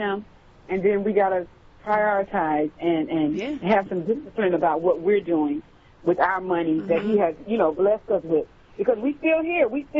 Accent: Alabama, United States; born there; moved away; I was born in Alabama.

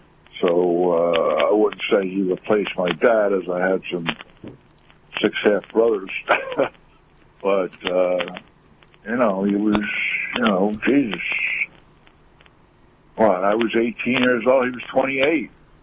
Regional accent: Long Island, New York, United States; the guys that I grew up with on Long Island.

